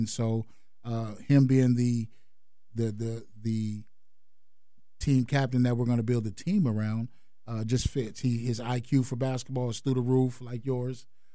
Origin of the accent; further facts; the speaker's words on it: Tacoma, Washington, United States; also born or lived in Vancouver, British Columbia, Canada; now in Whatcom County, United States; So I'm from Tacoma, Washington, originally. I lived in Vancouver, B.C. for about 25 years.